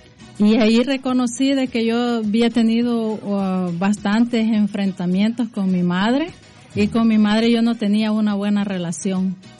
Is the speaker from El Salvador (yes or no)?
yes; El Salvador; moved away as an adult; yo me vine de El Salvador para acá y lo dejé a él en El Salvador.